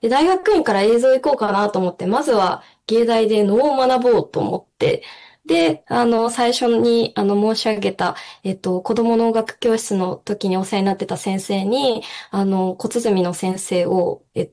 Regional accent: Hiroshima, Japan; moved away; 地元広島なんですけれども

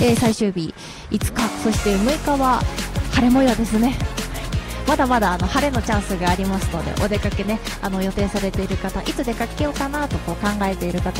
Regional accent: Oita, Japan; now in Kyoto, Japan; 私が地元の大分に帰省する

